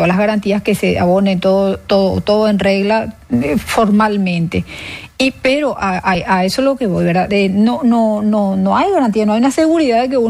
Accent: Paraguay; O sea, somos paraguayos, entonces, queremos consumir lo que producimos y estamos en nuestro total derecho.

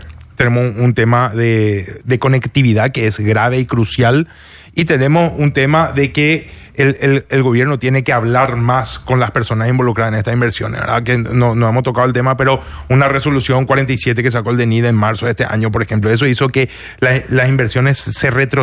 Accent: Paraguay; a mí la resolución personalmente como paraguayo no me afecta en nada.

